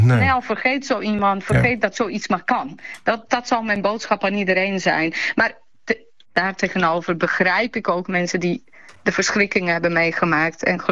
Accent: Bosnia & Herzegovina; Weet je, ik kom echt uit Bosnië, waar die oorlogsmisdaden plaats hebben gevonden. Zelf van Servisch-Kroatische roots.

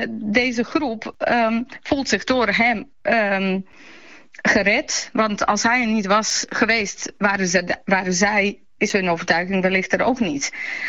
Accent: Bosnia & Herzegovina; Weet je, ik kom echt uit Bosnië, waar die oorlogsmisdaden plaats hebben gevonden. Zelf van Servisch-Kroatische roots.

